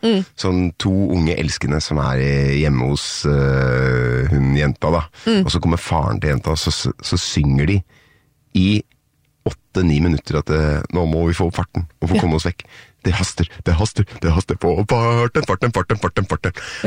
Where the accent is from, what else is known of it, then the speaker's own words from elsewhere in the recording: Nittedal, Akershus, Norway; Her kommer jeg vokste opp I Nittedal.